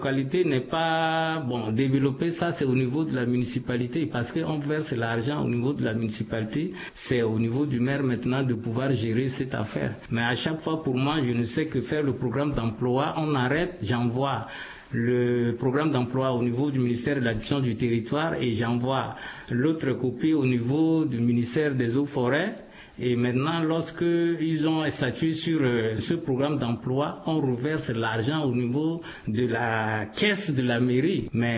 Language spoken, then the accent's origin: French; Bayanga, Sangha-Mbaéré, Central African Republic; la voie qui quitte Baoro, Karno, Berberati jusque chez nous à Bayanga, cette route-là n'a pas été arrangée depuis 50 ans.